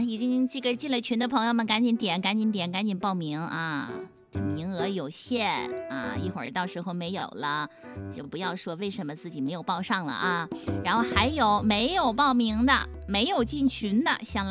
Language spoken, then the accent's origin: Chinese; Changsha, Hunan, China; 作为一个长沙人